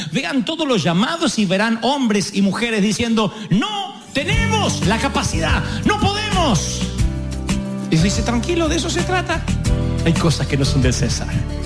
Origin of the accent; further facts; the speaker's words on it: Argentina; Sé que soy argentino e insoportable, pero no típico.